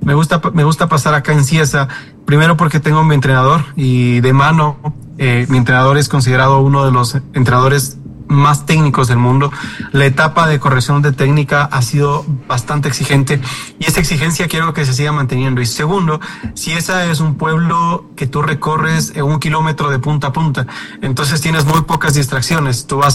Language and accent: Spanish; Ecuador